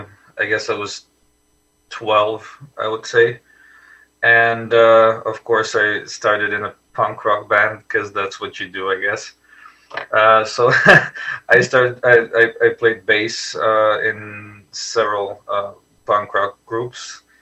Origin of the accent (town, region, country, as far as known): Croatia; English is a second language